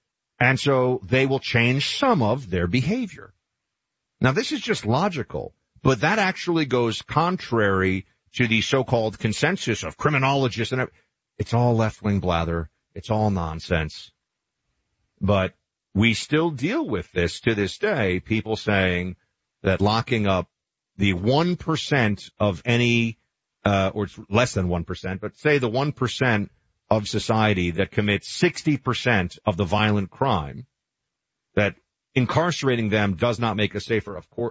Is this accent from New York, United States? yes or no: yes; New York City, New York, United States; a congressional seat in New York City, my hometown